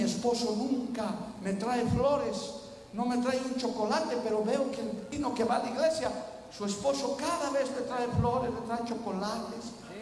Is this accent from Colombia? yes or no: no; Bolivia